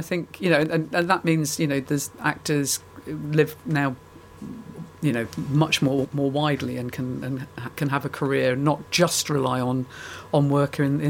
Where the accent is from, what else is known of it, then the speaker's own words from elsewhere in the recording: St Albans, East of England, United Kingdom; My family's Irish. And I grew up in just outside of North London in St Albans in an Irish community there.